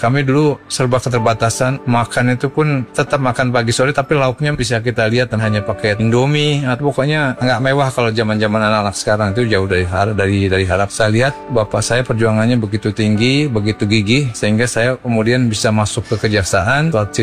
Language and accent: Indonesian; Jakarta, Indonesia; born there; walaupun dulu saya tinggal di Jakarta tapi kan di pinggiran gitu ya. Jadi bapak saya dulu pendatang juga dari Jawa, kemudian tinggal di Jakarta sampai punya anak.